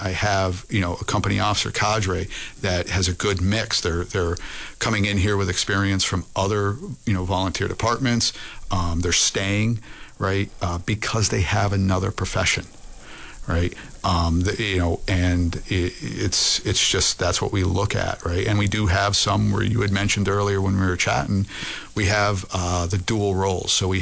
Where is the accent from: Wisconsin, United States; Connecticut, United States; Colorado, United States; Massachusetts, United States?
Massachusetts, United States; Boston; where I'm from, thus my accent, we would call it the Boston Modified